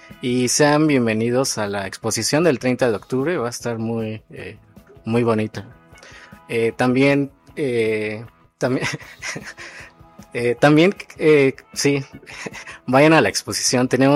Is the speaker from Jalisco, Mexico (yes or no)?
no; Oaxaca, Mexico; Yo soy de los Valles Centrales, pero también mi familia viene de la Sierra Juárez.